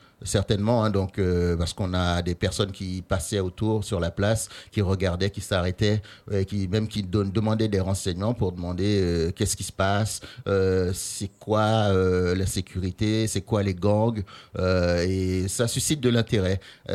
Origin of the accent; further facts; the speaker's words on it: Haiti; cette extrême violence qu'il y a chez nous en Haïti